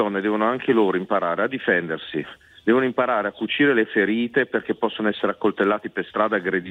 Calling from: Reggio Emilia, Emilia-Romagna, Italy; Reggio Emilia.

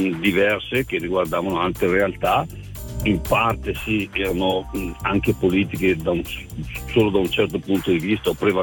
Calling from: Bolzano, Trentino-Alto Adige, Italy; Di Bolzano.

